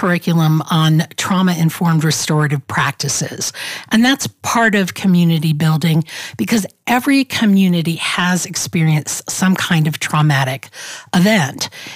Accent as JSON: {"language": "English", "region": "Georgia", "country": "United States", "moved": "yes", "said": "I'm from the South. I'm from Georgia."}